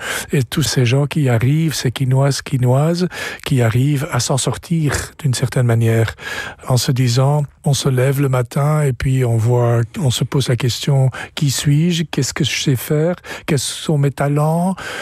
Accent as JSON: {"language": "French", "town": "Nassogne", "region": "Wallonia", "country": "Belgium", "said": "je suis de Nassogne, le flamand du village."}